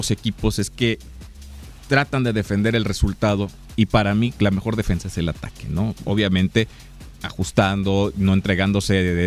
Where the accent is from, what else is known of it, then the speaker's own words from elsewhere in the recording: Mexico; A nosotros como mexicanos